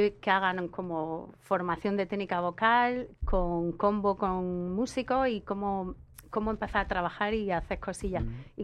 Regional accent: Almería, Andalusia, Spain

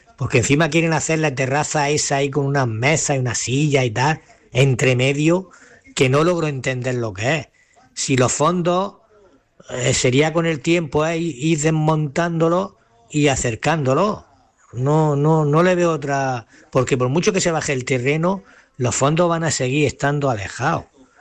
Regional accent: Almería, Andalusia, Spain; yo de niño aquí en Almería

